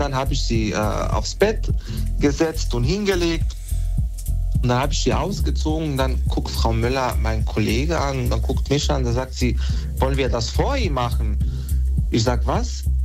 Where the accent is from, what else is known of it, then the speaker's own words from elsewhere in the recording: Bosnia & Herzegovina; German is a second language; now in Germany; Ich komme aus Bosnien.